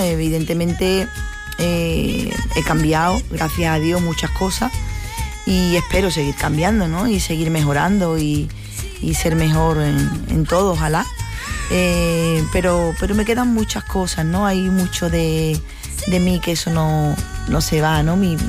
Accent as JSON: {"language": "Spanish", "town": "San Fernando", "region": "Andalusia", "country": "Spain", "tie": "born or raised there", "said": "Tuve la suerte de nacer en San Fernando. La verdad que mi tierra es maravillosa y ha dado cosas muy bonitas"}